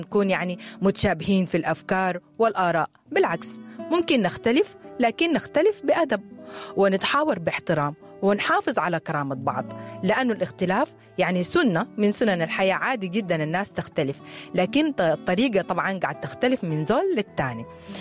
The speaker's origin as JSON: {"language": "Arabic", "country": "Sudan", "said": "فمجتمعنا السوداني من أجمل القيم اللي بنعرف بها يعني إحنا كسودانيين هي احترام الكبير، وإننا كمان ما بننسى الصغير وبنحترم الأصحاب وبنكرم الضيف"}